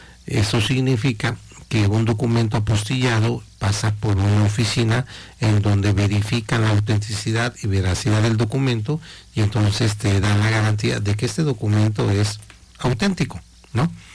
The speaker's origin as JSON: {"language": "Spanish", "country": "Mexico"}